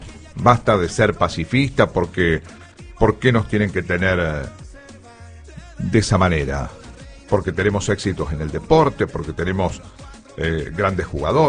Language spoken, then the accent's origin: Spanish; Argentina; Pero lo más importante es que nos sintamos bien como argentinos.